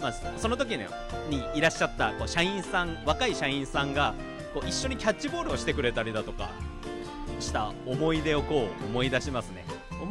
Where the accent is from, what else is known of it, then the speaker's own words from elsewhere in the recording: Nobeoka, Miyazaki, Japan; moved away as an adult; 5年7年ぐらい前ですかねには県外にいて、でそこから、まあ、延岡市に生まれ育った延岡市に戻ってきて